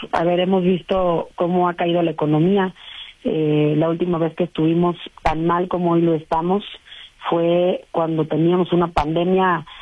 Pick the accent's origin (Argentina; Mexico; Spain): Mexico; Yo me considero una mexicana, ¿no?